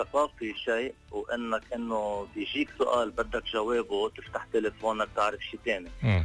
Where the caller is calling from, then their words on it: Lebanon; أنا كإنسان كمواطن لبناني